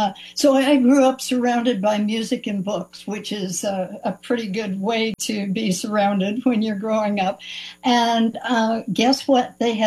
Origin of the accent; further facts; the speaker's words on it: Springfield, Illinois, United States; also born or lived in Jacksonville / Litchfield; I grew up in Springfield, Jacksonville, and Litchfield, Illinois. So central Illinois at heart.